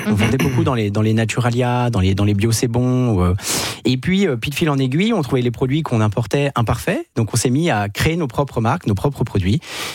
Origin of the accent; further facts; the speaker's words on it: France; On a une relation parce qu'on est français aux produits agro qui est comme vous le dites très passionnel.